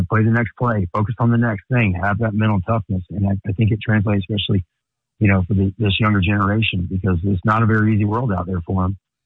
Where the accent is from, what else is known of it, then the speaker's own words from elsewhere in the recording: Georgia, United States; I mean, I'm from Georgia, and I've coached in high school Georgia football for a long time.